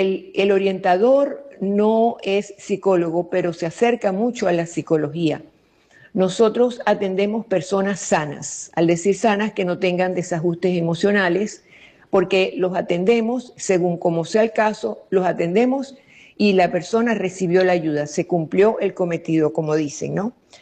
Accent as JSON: {"language": "Spanish", "country": "Venezuela", "said": "como todo venezolano nos ha pasado"}